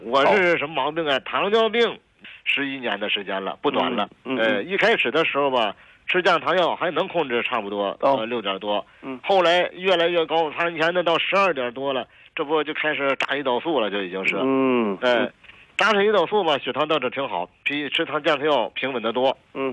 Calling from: Jinghai, Tianjin, China; 我是那个天津静海的。

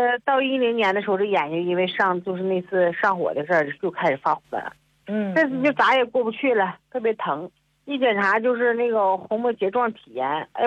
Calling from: Qiqihar, Heilongjiang, China; 我是黑龙江齐齐哈尔的，今年50多了。

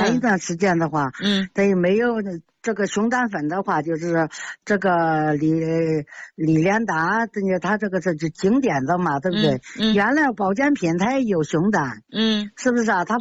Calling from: Henan, China; 我是河南人

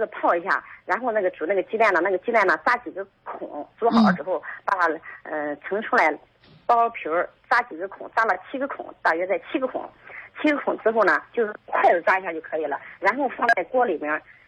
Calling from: Xuzhou, Jiangsu, China; 今年52岁。

